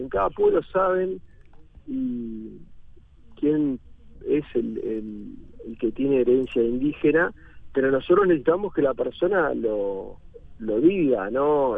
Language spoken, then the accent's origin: Spanish; Uruguay